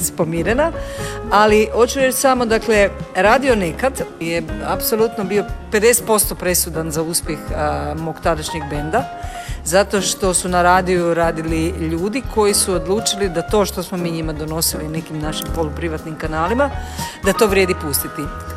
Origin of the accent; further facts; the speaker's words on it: Koprivnica, Koprivnica-Križevci County, Croatia; Ja sam došla naravno iz Koprivnice s jednim velikim renomeom prvog glasa Koprivnice. To mislim da sam imala 17,5